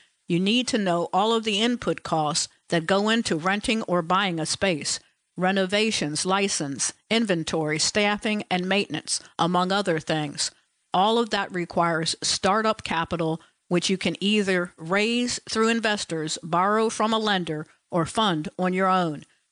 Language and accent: English; Cleveland, Ohio, United States; moved away as an adult; now in New York City, United States; I moved from my hometown of Cleveland to New York City and started a job at Planned Parenthood.